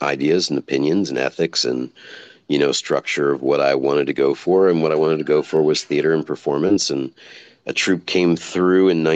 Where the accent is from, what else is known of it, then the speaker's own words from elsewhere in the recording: Philadelphia, Pennsylvania, United States; I ran away from home when I was 14, grew up in Philadelphia. I grew up in Philadelphia to a middle class household, son of a psychologist and a housewife, had an older brother.